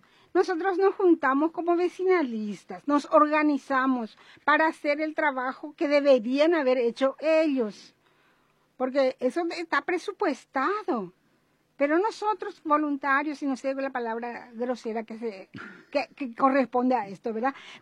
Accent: Asunción, Paraguay; born or raised there

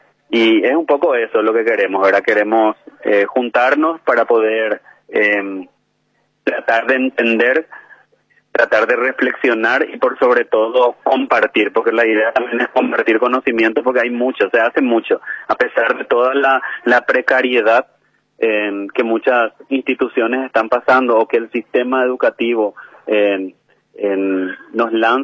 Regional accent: Asunción, Paraguay; Estuve en el Bañado Sur, soy del Bañado Sur, o sea, nací en el Bañado Sur, soy de la comunidad de San Miguel, en el barrio San Cayetano

